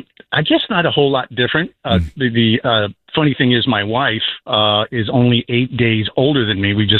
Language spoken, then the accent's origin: English; Pleasantville, New York, United States; moved away as an adult; also born or lived in Bronx, New York / Connecticut; I spent 2 years in the Bronx, then moved up to Westchester County to a couple of little suburbs around just north of White Plains called Pleasantville, where I went to high school.